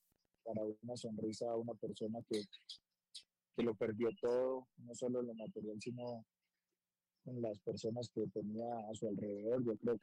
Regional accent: Pereira, Risaralda, Colombia; yo, que soy pereirano 100%, que crecí en el fútbol profesional, en el equipo, que crecí en mi ciudad.

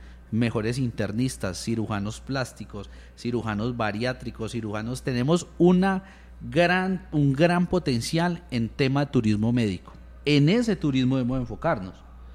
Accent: Pereira, Risaralda, Colombia

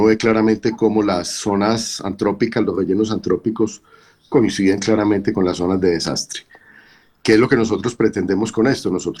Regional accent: Pereira, Risaralda, Colombia; Yo soy un pereirano, nacido en Pereira, nunca me he ido de Pereira.

